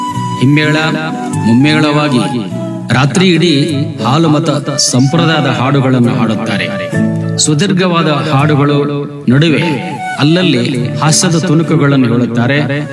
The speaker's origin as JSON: {"language": "Kannada", "area": "Gadag district", "region": "Karnataka", "country": "India", "said": "ನಮ್ಮ ಗದಗ ಜಿಲ್ಲೆಯಲ್ಲಿ ಲಕ್ಕುಂಡಿ ಮತ್ತು ಮಜ್ಜೂರು ಭಜನಾ ಮೇಳದವರು ಹೆಚ್ಚು ಪ್ರಸಿದ್ಧಿ ಪಡೆದಿರುವುದು ಕಂಡು ಬರುತ್ತದೆ."}